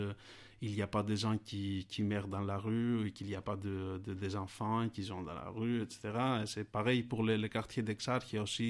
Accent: Kavala, Eastern Macedonia and Thrace, Greece; moved away; près de ma ville natale, la Kavala

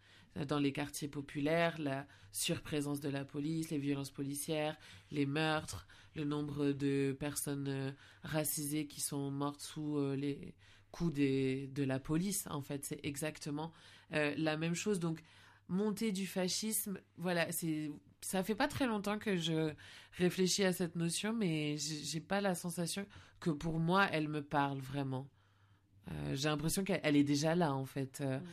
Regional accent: Réunion; alors que je viens de la Réunion

